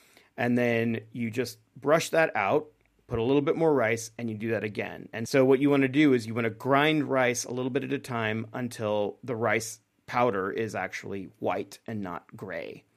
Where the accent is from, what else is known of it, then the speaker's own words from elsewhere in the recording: Texas, United States; You know, I grew up in Texas, and my father grew pecan trees and peach trees.